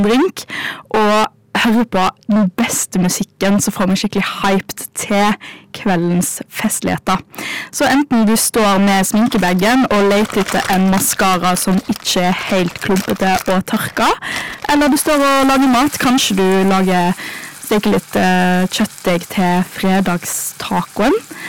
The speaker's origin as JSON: {"language": "Norwegian", "town": "Bømlo", "region": "Vestland", "country": "Norway", "said": "et gammelt uttrykk som mye brukt på Bømlo der jeg kommer fra, som å fjelge seg."}